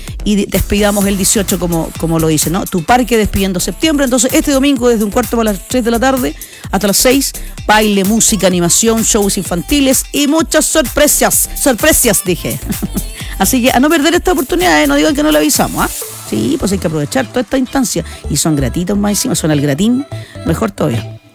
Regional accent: Chile; nosotros somos chilenos

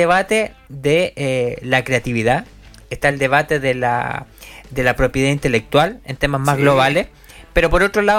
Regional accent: Chile; no somos China, no somos Noruega, somos Chile y tenemos otra realidad

